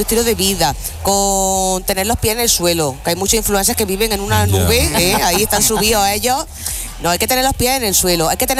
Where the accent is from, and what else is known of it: Guadix, Andalusia, Spain; born or raised there